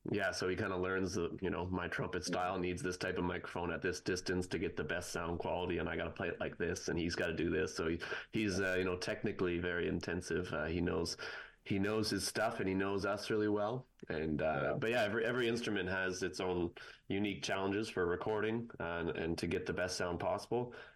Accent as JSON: {"language": "English", "region": "Nova Scotia", "country": "Canada", "said": "I'm from Nova Scotia."}